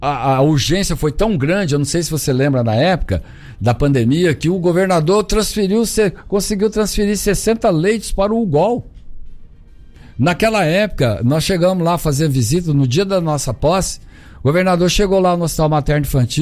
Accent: Goiânia, Goiás, Brazil; born there; eu nasci em Goiânia, sou goiano, fiz universidade aqui em Goiás, na Universidade Federal de Goiás

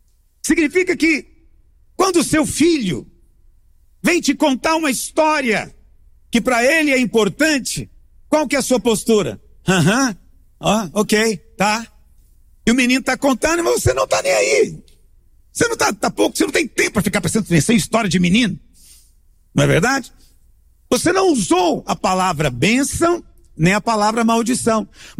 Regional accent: Goiás, Brazil; E provavelmente não dizemos eu amaldiçoo, até porque nós somos goianos, a gente nunca usa essa palavra.

